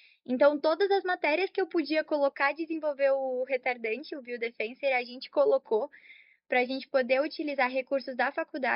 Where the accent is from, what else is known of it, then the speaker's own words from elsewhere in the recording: São Paulo, Brazil; moved away as an adult; now in Curitiba, Brazil; Eu sou de São Paulo e eu vim para cá, para Curitiba, só para fazer na PUC